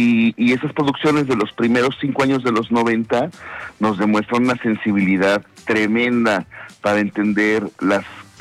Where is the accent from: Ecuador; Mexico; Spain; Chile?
Mexico